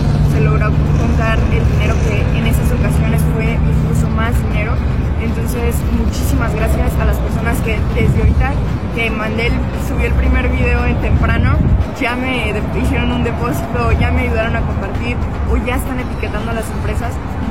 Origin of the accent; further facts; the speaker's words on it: Durango, Mexico; tengo 22 años, soy de aquí de Durango